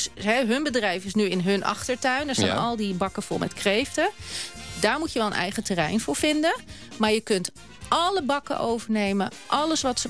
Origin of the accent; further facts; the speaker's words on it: Amsterdam, North Holland, Netherlands; ik kom uit Amsterdam, hè?